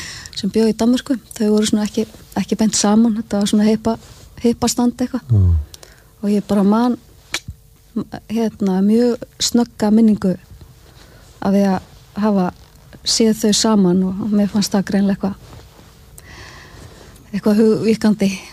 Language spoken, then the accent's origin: Icelandic; Reykjavík, Capital Region, Iceland; also born or lived in Mosfellssveit; En hérna, ég alveg upp í Reykjavík fyrstu árin, vesturbænum aðla. Og, en svo byrjaði ég grunnskóla í Mosfellssveit, eins og hér þá, áður en að það varð bær.